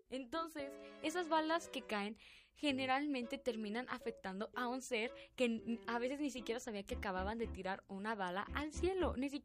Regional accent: Mexico; Yo les fallo como mexicana porque yo no aguanto el picante.

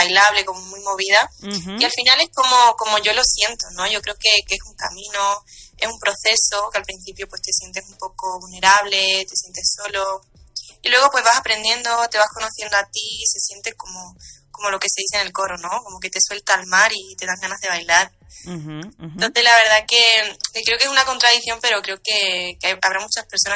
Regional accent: Córdoba, Andalusia, Spain; moved away as an adult; now in Menorca, Spain; me mudé completamente, o sea, yo soy de Córdoba, de España, uh-huh. Y me mudé a Menorca, que es una de las Islas Baleares

